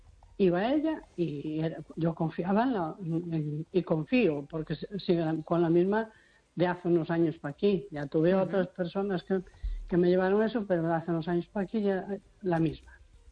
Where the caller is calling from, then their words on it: A Coruña, Galicia, Spain; de Coruña.